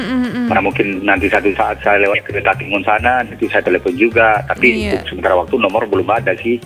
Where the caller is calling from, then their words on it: Aceh, Indonesia; saya alamat saya di Mekki Aceh Selatan gitu